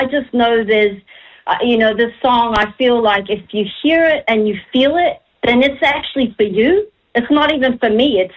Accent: New Zealand; even though I compose mostly in English, really, truly, inside me, the things I'm carrying are from Te Ao Māori.

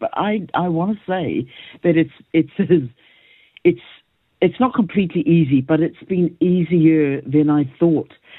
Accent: Northland, New Zealand; We're from Te Nōta, we are

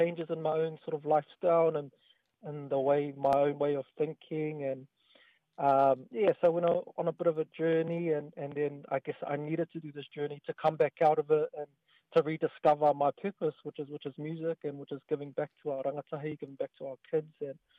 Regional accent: Wellington, New Zealand; here in Wellington, and I'm all about sort of raising the awareness of all the talents here, especially in my hometown.

